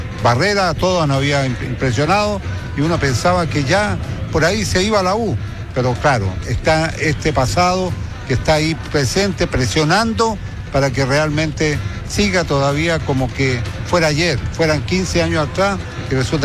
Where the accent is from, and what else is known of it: Chile